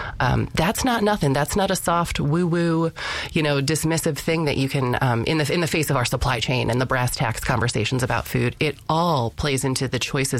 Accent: Ohio, United States; I grew up in Ohio, and I think an important part of this conversation is to highlight, not everyone's from here.

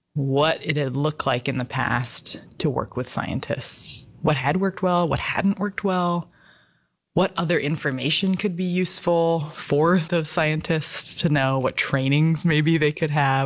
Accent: Homer, Alaska, United States; now in Sitka, United States; I was born and raised in Homer, Alaska, in the Northern Gulf. I am currently 36 years old

